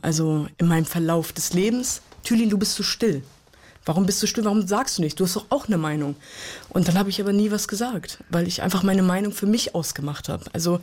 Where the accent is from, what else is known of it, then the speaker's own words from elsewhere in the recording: Hanover, Lower Saxony, Germany; Weil wir sind in Hannover-Linden groß geworden.